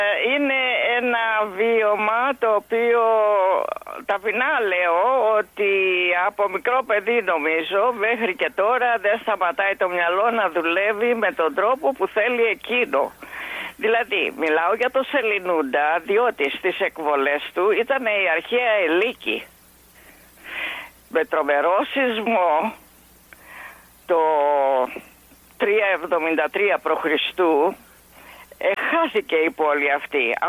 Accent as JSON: {"language": "Greek", "town": "Aigio", "region": "West Greece", "country": "Greece", "tie": "born or raised there", "moved": "yes", "said": "Η πατρίδα μου είναι το Αίγιο. Το σπίτι μας είναι κάπου 500 μέτρα από τη θάλασσα, γι' αυτό την αγαπώ πολύ, και περίπου 20 λεπτά από τον ποταμό το Σελινούντα."}